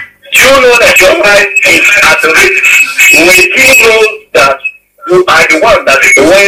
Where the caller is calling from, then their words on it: Mozambique; I'm calling from Mozambique.